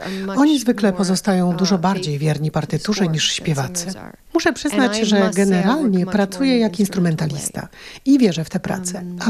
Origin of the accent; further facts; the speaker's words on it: Canada; Polish is a second language; also born or lived in Netherlands; now in France; jestem Kanadyjką, 20 lat żyłam w Holandii, od 10 lat mieszkam we Francji, gdzie nawet nie mogę głosować.